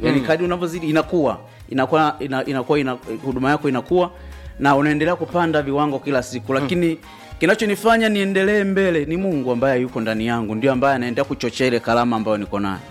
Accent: Iringa, Tanzania; born there; now in Kibena Lungemba, Tanzania; Natokea mimi ni mwenyeji wa Wasa. Usengelindete pale.

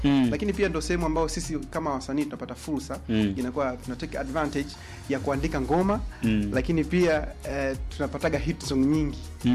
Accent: Tabora, Tanzania; Mimi ni Msukuma, mimi ni Mnyamwezi wa Tabora

